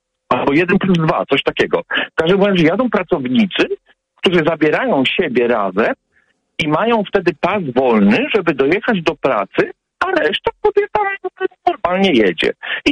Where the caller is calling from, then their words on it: Bydgoszcz, Kuyavian-Pomeranian Voivodeship, Poland; Mieszkam w Bydgoszczy, na osiedlu Błonie